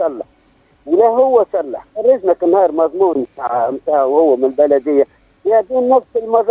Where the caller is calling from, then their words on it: El Haouaria, Nabeul Governorate, Tunisia; من الهواري معتمدية الهواري